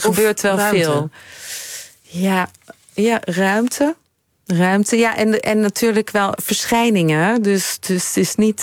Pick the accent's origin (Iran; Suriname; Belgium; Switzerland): Belgium; Linkebeek, Flanders; moved away as an adult; also born or lived in Bakkum, Castricum, Netherlands; En ik heb eigenlijk tot mijn 18e in België gewoond. Dus ben daar echt opgegroeid.